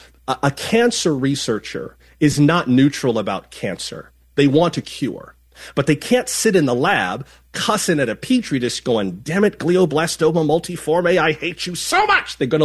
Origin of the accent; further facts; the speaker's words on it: Florida, United States; I grew up in South Florida, so I know from this.